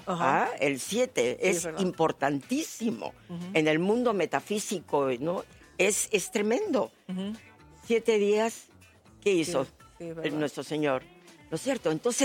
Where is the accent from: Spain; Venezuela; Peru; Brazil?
Peru; le dije que sí, o sea, muy orgullosa, le dije, sí, soy peruana.